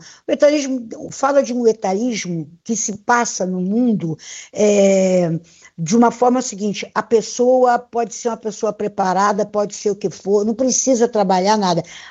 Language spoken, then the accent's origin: Portuguese; Rio de Janeiro, Brazil; meu irmão, bem carioca, né, que eu sou carioca